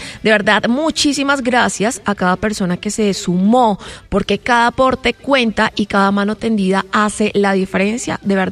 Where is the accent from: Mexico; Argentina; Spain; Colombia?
Colombia; como colombianos nos unimos